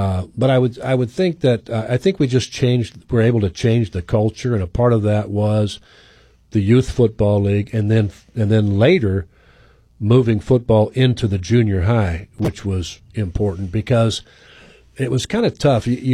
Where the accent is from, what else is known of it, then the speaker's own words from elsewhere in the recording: Jacksonville, Florida, United States; Because I grew up in Jacksonville.